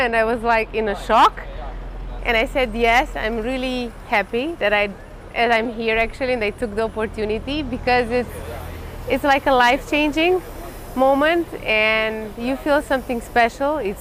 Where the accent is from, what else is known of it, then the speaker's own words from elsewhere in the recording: Romania; I'm from Romania. It's my first time here in Medjugorje.